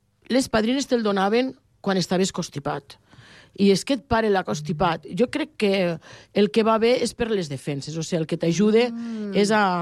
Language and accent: Catalan; Algerri, Catalonia, Spain; Jo sóc d'Algerri, les tinc allí molt a mà